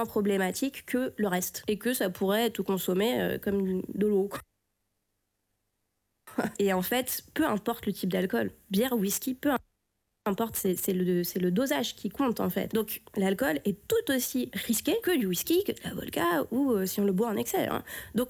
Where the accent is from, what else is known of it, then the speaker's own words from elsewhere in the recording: France; moved away as an adult; now in Belgium; moi je suis arrivée en Belgique il y a plus de 10 ans, je suis française